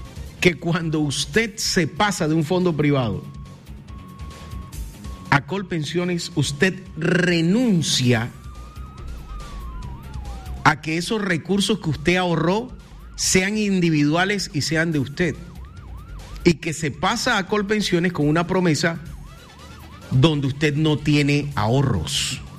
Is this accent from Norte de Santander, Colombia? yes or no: no; Santa Marta, Magdalena, Colombia; yo nací en Los Almendros, yo sé de qué estoy hablando. Yo me crié en un barrio en el que tocaba hacer huecos en la madrugada cerca al tubo madre para poder, cuando llegara el poquito de agua, tirar unos baldes para poder uno ir a bañarse para ir al colegio.